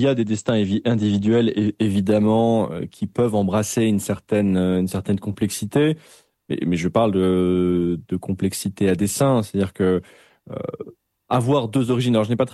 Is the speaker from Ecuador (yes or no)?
no; Belgium; Moi, je suis belge parce que mes deux parents sont belges.